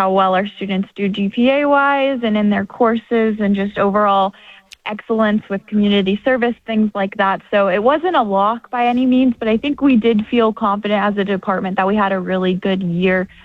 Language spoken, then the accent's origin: English; Dallas, Texas, United States; now in Tucson, United States; I am from Dallas